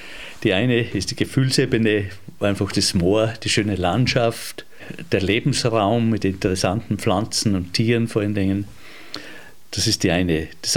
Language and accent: German; Gosau, Upper Austria, Austria; ich bin da in Gosau aufgewachsen, speziell in dieser Gegend, das ist das Hintertal, das war unsere Spielwiese hier.